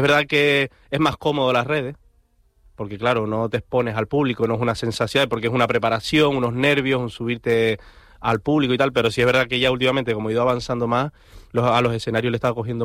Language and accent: Spanish; Bajamar, Canary Islands, Spain; yo crecí mucho en Bajamar, en el pueblito Bajamar